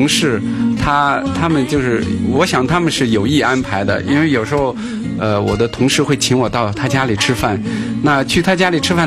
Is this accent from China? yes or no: yes; Ningxia, China; born there; moved away as an adult; 我是出生在宁夏回族自治区。那1983年我上大学到北京，毕业以后就留在北京工作。